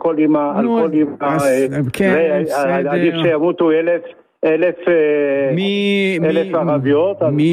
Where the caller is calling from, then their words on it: Dafna, Northern District, Israel; לא, אני מקיבוץ דפנה.